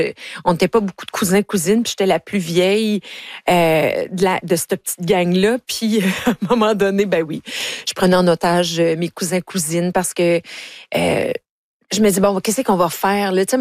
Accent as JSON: {"language": "French", "region": "Ontario", "country": "Canada", "said": "J'ai été forcée à en avoir un à l'école secondaire, parce que moi, je viens de l'Ontario."}